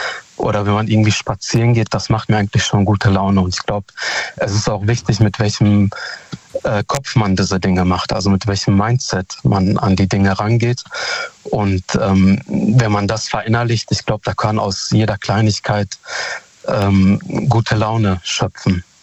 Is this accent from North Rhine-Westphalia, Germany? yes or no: yes; Hamm, North Rhine-Westphalia, Germany; ich komme aus Hamm.